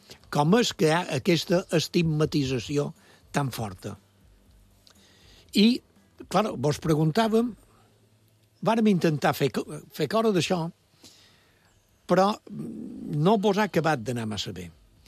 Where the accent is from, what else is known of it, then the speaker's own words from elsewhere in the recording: Vilafranca de Bonany, Balearic Islands, Spain; Jo som de Vilafranca